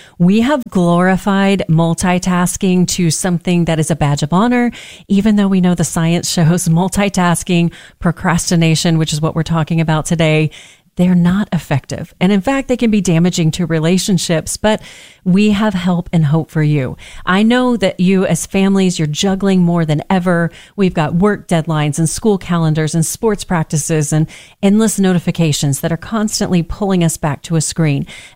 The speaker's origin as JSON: {"language": "English", "region": "Texas", "country": "United States", "said": "and I'm from Texas, so you know that comes from with a certain mindset and attitude."}